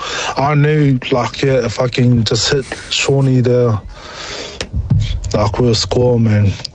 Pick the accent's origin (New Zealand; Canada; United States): New Zealand; I grew up being a New Zealander.